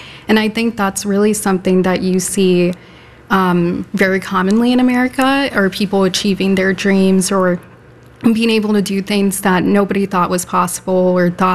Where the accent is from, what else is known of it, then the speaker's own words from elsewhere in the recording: Cleveland, Ohio, United States; also born or lived in Singapore; 27 years old. I don't currently have a political affiliation. I was born in Singapore and came to the States when I was 2.5. I was raised by a single father, had been in Cleveland basically my whole life